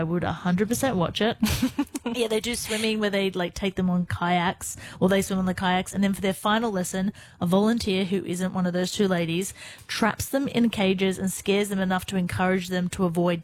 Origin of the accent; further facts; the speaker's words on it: Balmain, New South Wales, Australia; I grew up in Balmain and played water polo at Dawn Fraser Baths.